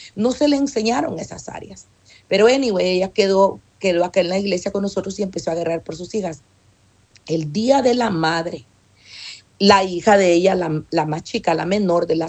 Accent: United States; muchas veces se nos pasan los altos, especialmente cuando somos de Estados Unidos.

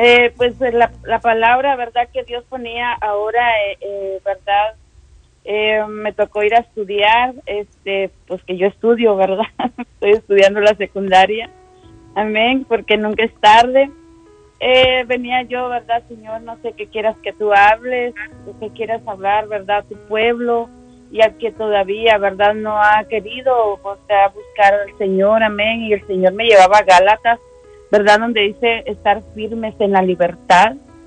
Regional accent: Guatemala; yo soy guatemalteca, y tengo mucha familia

